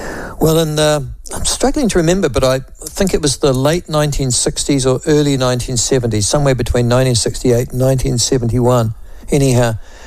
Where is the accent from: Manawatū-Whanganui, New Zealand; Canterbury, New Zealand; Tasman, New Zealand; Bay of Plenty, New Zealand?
Manawatū-Whanganui, New Zealand; Whanganui; when I was a young boy growing up in Whanganui